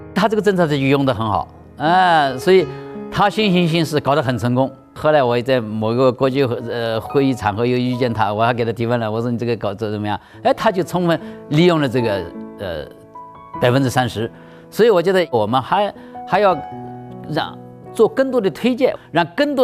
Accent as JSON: {"language": "Chinese", "region": "Hainan", "country": "China"}